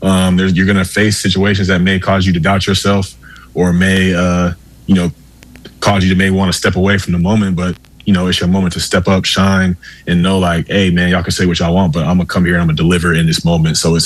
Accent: Atlanta, Georgia, United States; I grew up in the Atlanta area

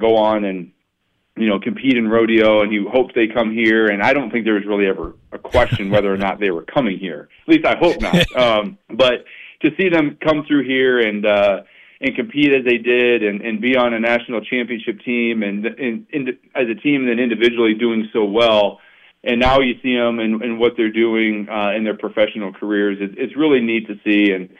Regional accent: Iowa, United States; now in Montana, United States; Even growing up in Iowa

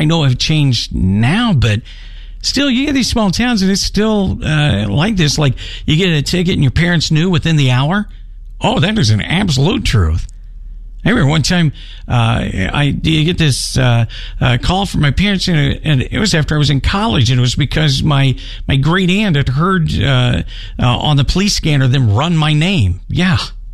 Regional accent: United States; now in Billings, United States; I grew up in Kansas City, but I always say that, but it's actually a small town just outside of Kansas City, so I could relate to all of these signs that you're from a small town.

